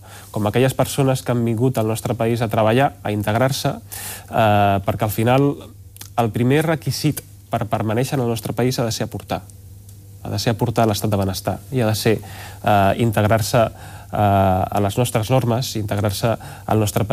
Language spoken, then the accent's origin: Catalan; Badalona, Catalonia, Spain; vostè sap que jo sóc de Badalona